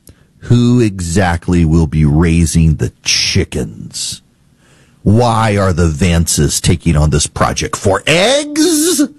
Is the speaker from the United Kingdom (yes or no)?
no; Dubai, United Arab Emirates; when I was a kid in the Middle East, because I grew up in Dubai, Philip and Charlie.